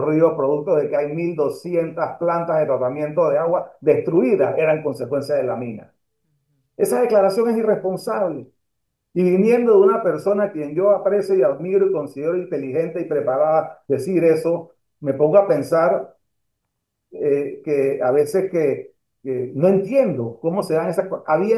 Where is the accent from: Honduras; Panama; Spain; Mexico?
Panama